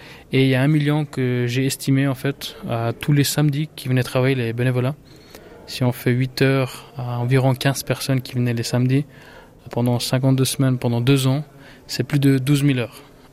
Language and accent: French; Switzerland; born there; non, je suis né ici en Suisse. Je peux même dire le numéro de la chambre de l'hôpital, 365, je me rappellerai. Et j'ai fait les études ici à Fribourg